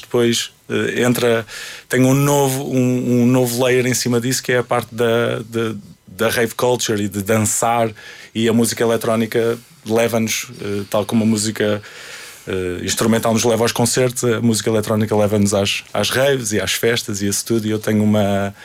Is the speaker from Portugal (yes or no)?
yes; Portugal; born there; eu nasci em Portugal, nasci numa fase de maior acalmia financeira